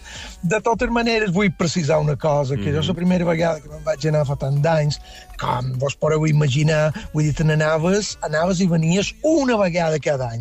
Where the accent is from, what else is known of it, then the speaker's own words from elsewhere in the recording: Felanitx, Balearic Islands, Spain; now in New York, United States; de Felanitx, sí, sí.